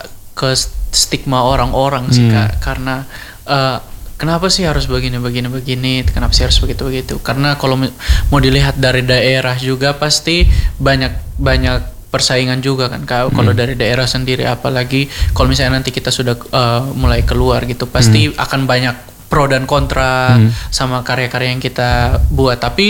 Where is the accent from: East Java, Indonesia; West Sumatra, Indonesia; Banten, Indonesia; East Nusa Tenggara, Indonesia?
East Nusa Tenggara, Indonesia; Karena kalau mau dilihat khususnya di daerah saya di Sumba sendiri itu masih banyak yang kayaknya harus diperhatikan.